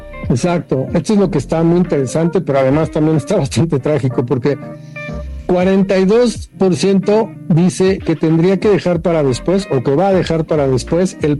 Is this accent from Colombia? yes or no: no; Mexico